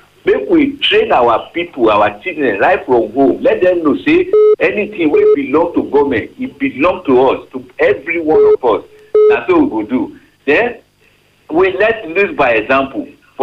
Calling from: Nigeria; I'm calling from Waroka.

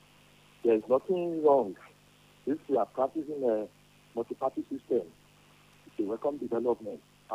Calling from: London, United Kingdom; I'm calling from London.

